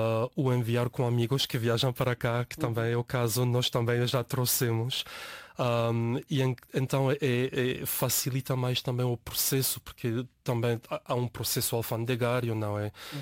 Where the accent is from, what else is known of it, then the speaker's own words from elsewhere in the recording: Buenos Aires, Argentina; moved away as an adult; also born or lived in United States / Canada / Costa Rica; now in Lisbon, Portugal; de Buenos Aires, onde nasci e cresci